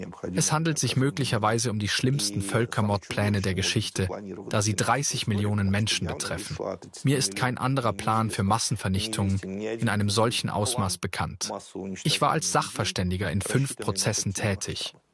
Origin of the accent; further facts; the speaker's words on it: Saint Petersburg, Russia; denn Leningrad ist meine Heimatstadt